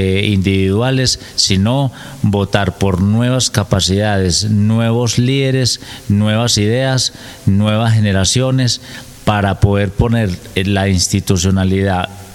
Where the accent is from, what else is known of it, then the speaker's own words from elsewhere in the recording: Caicedo, Antioquia, Colombia; Soy de Caicedo